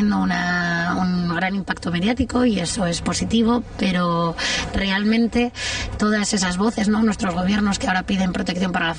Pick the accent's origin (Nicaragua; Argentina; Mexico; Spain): Spain; Madrid, Community of Madrid; now in Mallorca, Spain; soy madrileña, ahora mismo viviendo en Mallorca